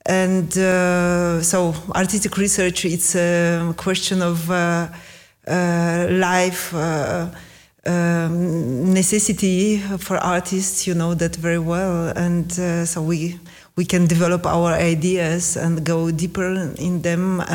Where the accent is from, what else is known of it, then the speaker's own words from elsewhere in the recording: Moldova; born there; English is a second language; Yes, I was born in Republic of Moldova, and my father, who was from Ukraine, was a professional musician